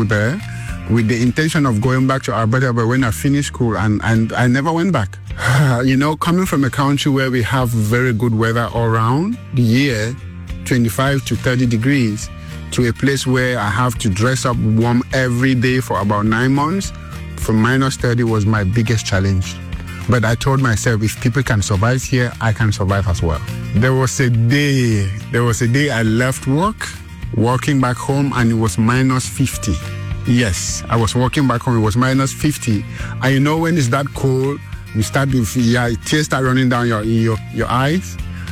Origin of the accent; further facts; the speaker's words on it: Cameroon; moved away as an adult; now in Yellowknife, Canada; I am originally from Cameroon, a country in Central Africa. I moved to Canada for education, and then I moved up here.